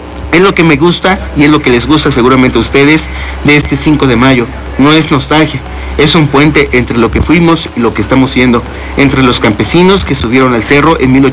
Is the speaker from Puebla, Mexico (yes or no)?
yes; Puebla, Mexico; los poblanos